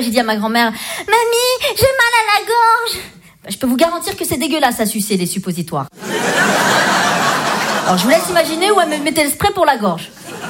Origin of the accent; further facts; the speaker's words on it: Vietnam; Alors que non, je suis vietnamienne yougoslave.